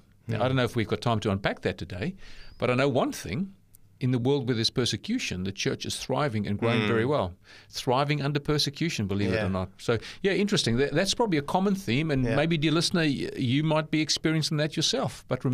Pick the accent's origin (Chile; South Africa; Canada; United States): South Africa; born there; accent: South African, New Zealand; moved away; also born or lived in New Zealand; I'm South African born myself, but lived in New Zealand a number of times, but all up 23 years. So I've got a South African, New Zealand accent.